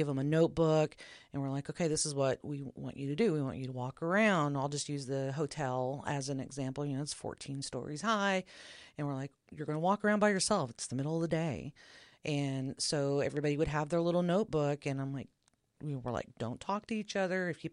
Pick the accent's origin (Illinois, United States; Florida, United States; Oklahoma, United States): Oklahoma, United States; And I'm not from here. I am from Oklahoma.